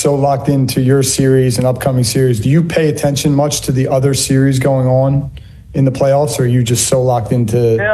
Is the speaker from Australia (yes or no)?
no; Philadelphia, Pennsylvania, United States; now as the Philadelphian